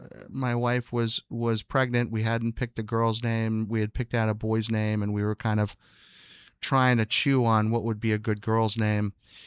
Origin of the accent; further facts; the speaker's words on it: Pennsylvania, United States; moved away; also born or lived in Suffern, New York; So that's where I was born. But I ended up really growing up outside Philadelphia.